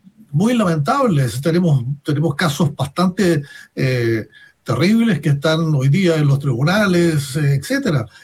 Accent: Concepción, Biobío, Chile; moved away as an adult; fui reportero de diarios en Concepción, que es mi ciudad natal.

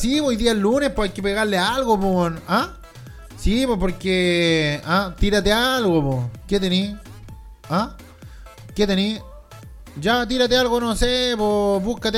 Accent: Chile; nos interesan como chilenos

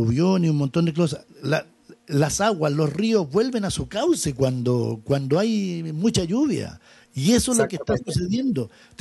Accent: Chile

